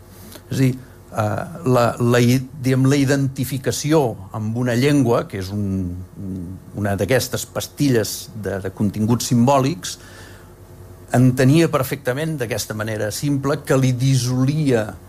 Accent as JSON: {"language": "Catalan", "town": "Terrassa", "region": "Catalonia", "country": "Spain", "said": "ja es nota que sóc de Terrassa"}